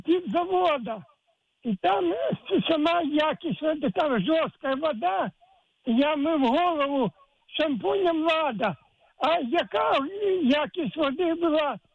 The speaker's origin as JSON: {"language": "Ukrainian", "region": "Kyiv", "country": "Ukraine", "tie": "born or raised there", "said": "Ваше тає корінний киянин"}